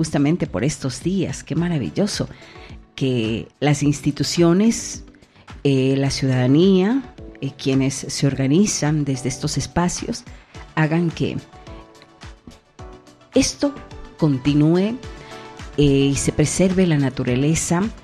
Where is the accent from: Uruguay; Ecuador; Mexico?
Ecuador